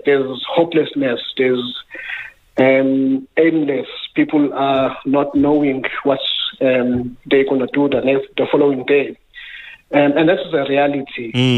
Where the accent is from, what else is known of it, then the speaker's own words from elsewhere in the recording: KwaZulu-Natal, South Africa; I grew up in Bambai